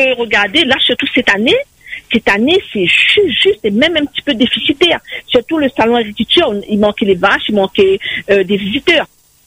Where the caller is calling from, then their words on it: Réunion; Il faut l'hôtel pour nous, parce qu'on vient de La Réunion.